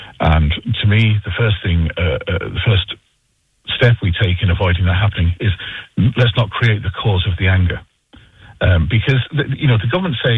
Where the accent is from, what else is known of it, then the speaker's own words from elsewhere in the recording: Munster, Ireland; accent: funny accent; now in Dublin, Ireland; despite my funny accent and the fact that I live in Dublin, home for me is North Cork. I'm from an agricultural family